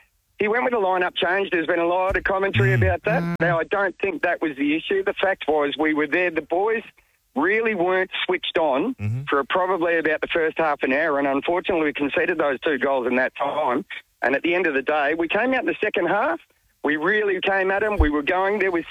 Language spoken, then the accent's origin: English; Australia; now in Long Beach, United States; And as you can imagine, as Australian fans, right behind that goal, the referee was copping an earful.